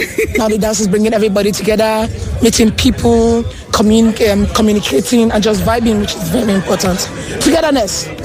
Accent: Nigeria; I am originally from Nigeria. Born and raised, you know, Nigeria to the world.

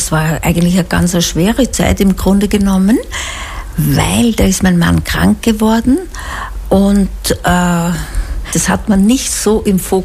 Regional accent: Pulkau Valley, Lower Austria, Austria; ich bin im Pulkertal aufgewachsen, mein Papa war Lehrer

